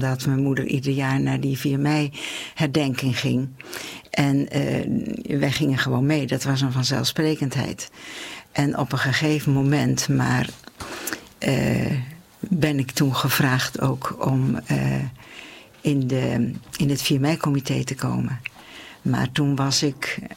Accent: Gouda, South Holland, Netherlands; Geboren en getogen in Gouda.

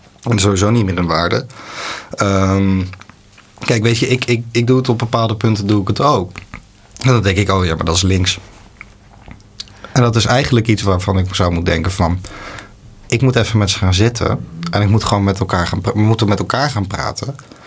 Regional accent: Netherlands; now in Gouda, Netherlands; Ik voel me echt gewoon een Nederlander.

